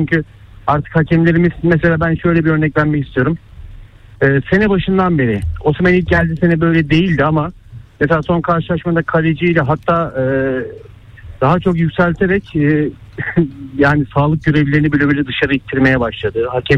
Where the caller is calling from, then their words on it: Istanbul, Turkey; ben İstanbul'dan, Fenerbahçeliyim.